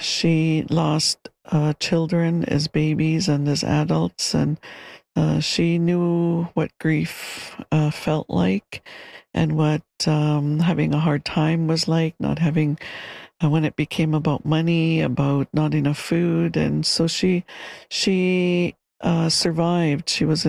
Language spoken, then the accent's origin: English; Dog Creek, British Columbia, Canada; I grew up with Granny in Khatstam, it's called, in my Shawetmuk or Shuswap language, called Deep Valley. It was a mountain, a ravine, and otherwise known as Dog Creek.